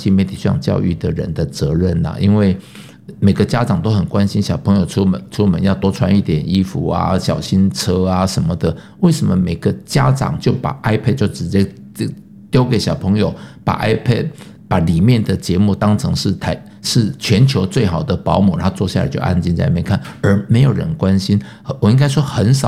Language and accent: Chinese; Taiwan